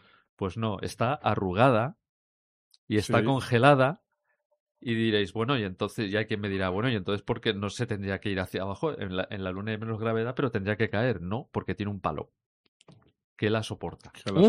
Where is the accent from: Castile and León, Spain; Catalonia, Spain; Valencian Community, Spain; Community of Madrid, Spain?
Catalonia, Spain; Soy catalán y si es gratis, más bueno.